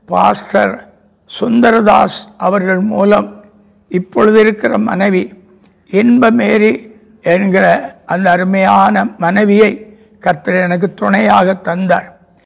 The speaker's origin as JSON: {"language": "Tamil", "region": "Tamil Nadu", "country": "India", "tie": "born or raised there", "said": "நான் சொந்த ஊராகி அந்த நாசிரியத்து பக்கத்தில் மூக்குப்பீறி என்னிடத்துக்கு போனேன்."}